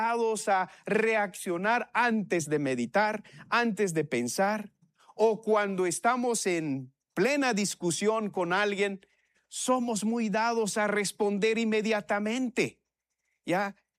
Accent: Sololá, Guatemala; born there; moved away; Allá en mi pueblo se habla el Sutuil.

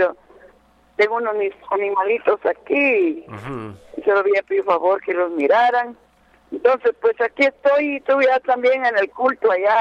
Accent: Ocotepeque, Honduras; Fui a mi tierra a ver a mis cuatro primos hermanos que tengo allá.

